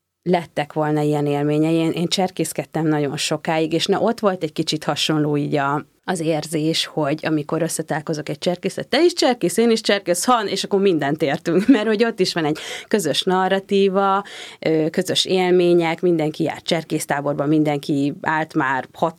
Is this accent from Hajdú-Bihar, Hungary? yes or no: no; Bükkszentlászló, Borsod-Abaúj-Zemplén, Hungary; moved away; also born or lived in Budapest; amikor befejezték mindketten a főiskolát, akkor visszaköltöztünk Borsodba, és Miskolc mellett van egy kis falu, Bükszent Lászlónak hívják, és én ott nőttem fel. Nem, hivatalosan nem hívhatom szülőfalumnak, de igazából ott az a közösség az elképesztően meghatározó volt az én életemben. Ez egy egyutcás falu